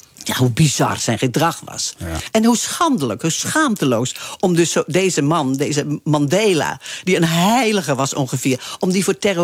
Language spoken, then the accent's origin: Dutch; Arnhem, Gelderland, Netherlands; born there; now in Amsterdam, Netherlands; Omdat ik in 1968 vanuit Arnhem, mijn geboortestad, naar Amsterdam ging.